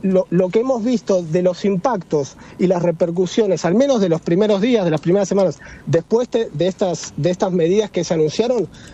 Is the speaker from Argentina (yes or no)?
yes; Argentina; tanto como analista internacional y como ciudadano argentino, a mí la cadena del jueves me pareció brillante.